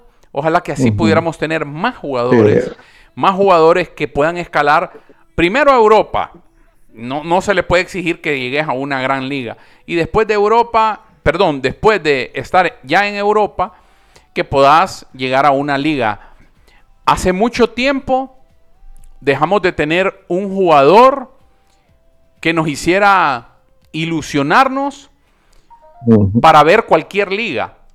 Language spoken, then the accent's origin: Spanish; Honduras